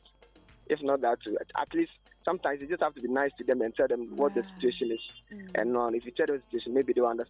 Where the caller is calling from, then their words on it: Accra, Greater Accra, Ghana; I'm calling from Accra.